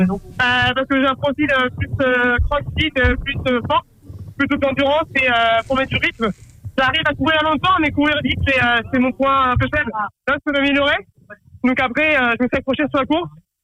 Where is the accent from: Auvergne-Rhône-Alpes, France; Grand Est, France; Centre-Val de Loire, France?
Centre-Val de Loire, France; Orléans; Je viens d'Orléans.